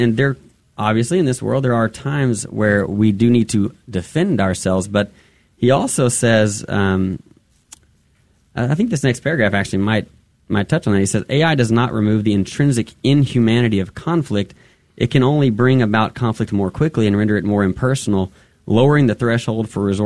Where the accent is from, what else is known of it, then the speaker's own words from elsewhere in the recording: United States; we as American citizens have been entrusted with quite a bit. And we as Catholics have been entrusted with so much more.